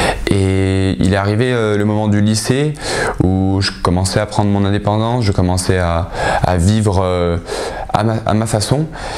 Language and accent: French; Oyonnax, Auvergne-Rhône-Alpes, France